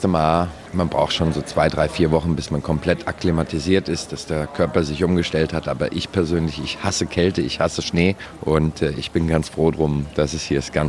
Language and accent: German; Germany; now in Thailand; als Deutscher